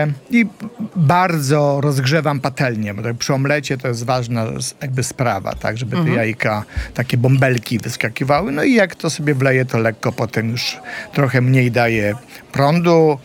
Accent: Grajewo, Podlaskie Voivodeship, Poland; Ja pochodzę, jak państwo wiecie, a jak nie wiecie, to się dowiecie, ja pochodzę z Podlasia, czyli z Grajewa, czyli tam, gdzie robią te mleko łaciate i te masło łaciate

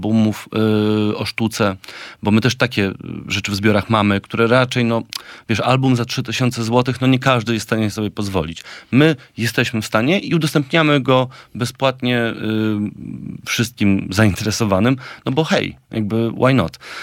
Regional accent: Warsaw, Masovian Voivodeship, Poland; ja jestem z Czerniakowa, więc dla mnie … jest jakby stałą, gdzieś tam zmienną w moim otoczeniu

